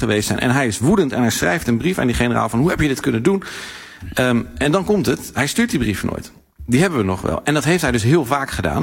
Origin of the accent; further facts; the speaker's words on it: Netherlands; Maar ik stel voor dat wij collectief als Nederlanders eerst even naar onszelf terug.